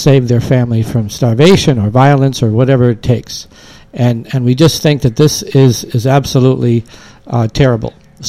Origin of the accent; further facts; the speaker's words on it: United States; as an American, as a Christian, as a person of faith.